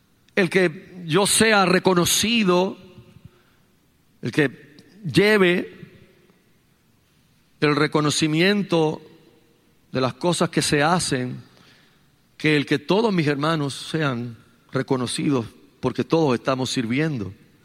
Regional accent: Carolina, Puerto Rico; cuando yo me crié en Carolina, pues yo no sé, los perros eran como parte de todo el panorama

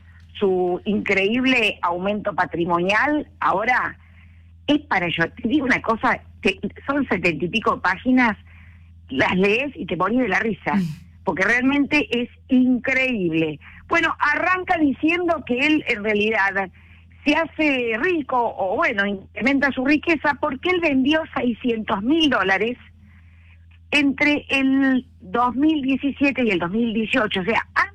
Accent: Dolores, Córdoba, Argentina; Dolores de Punilla, mi pueblo ahí pegado a San Esteban, 6 kilómetros antes de Capilla del Monte, lleno de oyentes de este programa.

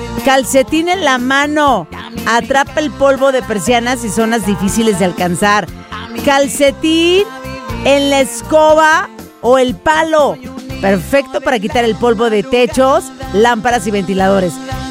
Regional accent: Mazatlán, Sinaloa, Mexico; Y más cuando voy a mi tierra, allá en Mazatlán.

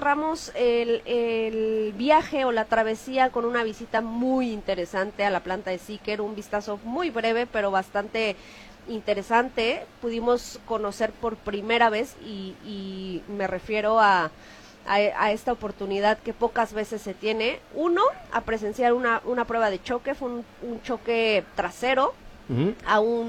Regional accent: Mexico

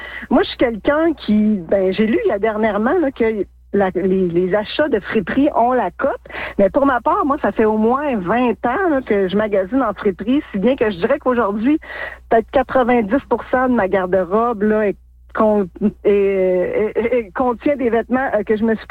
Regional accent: La Sarre, Quebec, Canada; moved away as an adult; moi, je suis originaire de la Sarre. J'ai rendu toute ma jeunesse jusqu'à mon secondaire 5 à la Sarre. Après, j'ai quitté là pour des études dans les Laurentides, à Montréal, à Rouen également, pour revenir là depuis 2007, si je ne me trompe pas, là, que je suis établie.

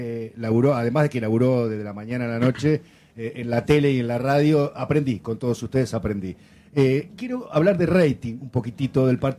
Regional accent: Argentina; Eso la verdad que como argentino fue lo que más destaco de haber perdido.

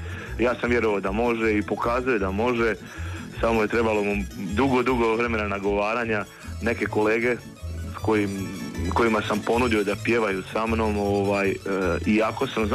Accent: Slavonia, Croatia; pjesme su nekako zavičajne, pogotovo Slavonija, a čak ćemo mi drugo pjeva Slavonci nego o Slavoniji, kao što Dalmatinci pjeva o svojoj Dalmaciji, tako i mi

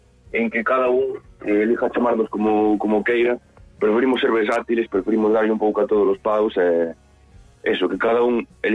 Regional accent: Cabana de Bergantiños, Galicia, Spain; now in A Coruña, Spain; Eu de Cabana, de Bergantiños.

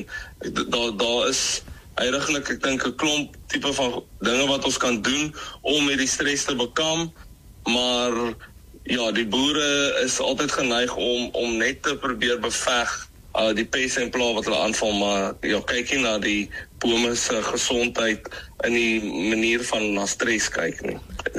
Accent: Louis Trichardt, Limpopo, South Africa; Ek dink ek begin eerder by die mooi dorpie waar ek groot geword het. Ek kom van Louis-Trichardt af en natuurlik is landbou baie pertinent gedeelte van die dorp.

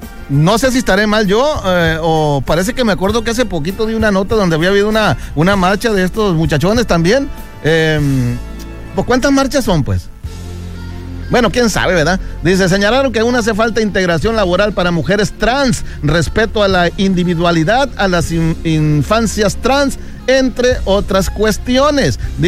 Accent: Sinaloa, Mexico; yo soy de Sinaloa.

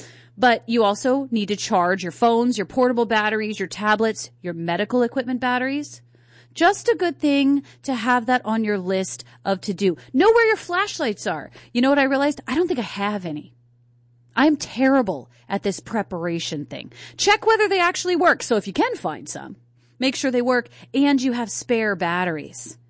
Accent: East Coast, United States; now in Hawaii, United States; back when I was growing up on the East Coast

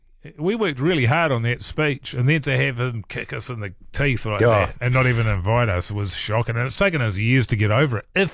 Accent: Levin, Manawatū-Whanganui, New Zealand; moved away; my mates that I grew up with in Levin

